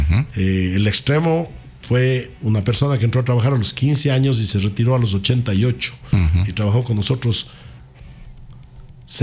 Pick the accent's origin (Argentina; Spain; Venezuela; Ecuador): Ecuador; Yo soy profundamente ecuatoriano y vivo de tener orgullo de esto